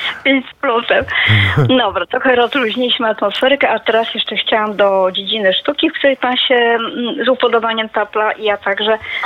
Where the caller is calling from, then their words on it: Wrocław, Lower Silesian Voivodeship, Poland; Dzień dobry, ja z Wrocławia, a nie podaję nigdy imienia